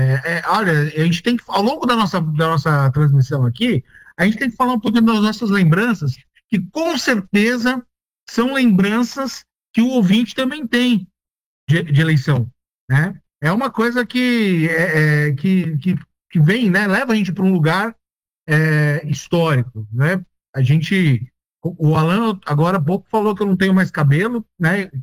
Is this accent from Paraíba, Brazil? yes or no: no; São Paulo, Brazil; now in Lisbon, Portugal; eu sou de São Paulo